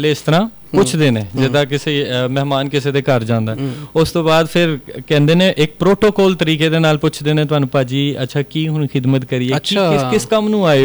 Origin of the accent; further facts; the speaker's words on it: Pakistan; ਨਹੀਂ ਨਹੀਂ ਨਹੀਂ, ਮੈਂ ਪਾਕਿਸਤਾਨੀ ਹਾਂ, ਮੇਰੇ ਕੋਲ ਨੈਸ਼ਨਲਿਟੀ ਪਾਕਿਸਤਾਨ ਦੀ